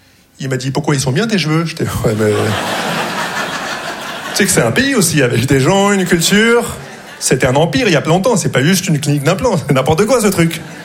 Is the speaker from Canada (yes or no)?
no; Morocco; Je vois que quand je leur dis que je suis marocain, ils sont déçus.